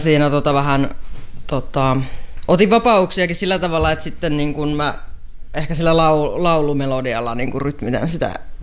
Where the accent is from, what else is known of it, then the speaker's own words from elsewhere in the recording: Parola, Kanta-Häme, Finland; now in Menkijärvi, Finland; Mä oon lähtöisin Parolasta, Kanta-Hämeestä.